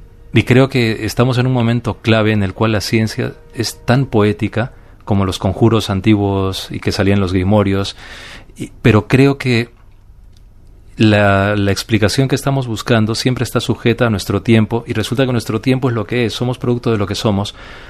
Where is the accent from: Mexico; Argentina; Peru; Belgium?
Peru; now in Madrid, Spain; al ser peruano, siempre lo llevaba por el terreno de la risa